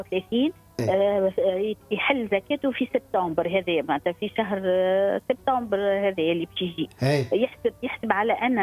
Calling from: Manouba, Tunisia

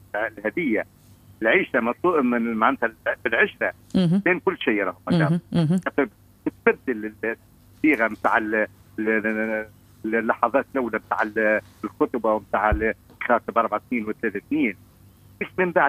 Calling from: Ben Arous, Tunisia

